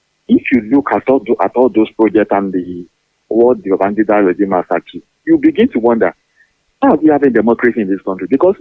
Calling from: Ibadan, Oyo, Nigeria; I'm calling from Mokola.

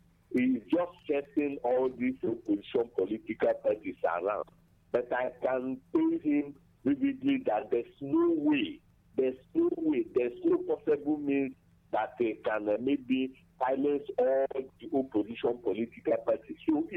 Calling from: Abani, Enugu State, Nigeria; I'm calling from Abani, Enugu.

